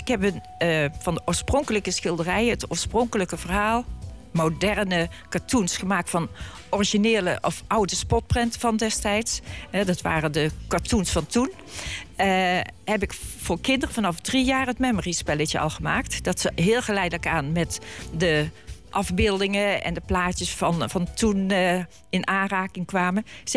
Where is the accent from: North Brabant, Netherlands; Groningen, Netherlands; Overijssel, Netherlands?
North Brabant, Netherlands; Heusden; Want ik kom uit Heusden.